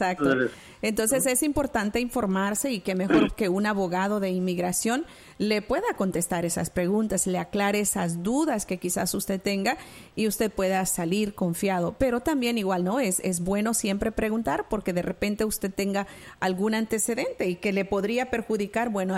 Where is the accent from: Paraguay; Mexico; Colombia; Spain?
Mexico; Somos de México y me gustaría saber más o menos cuánto tiempo más hay que esperar.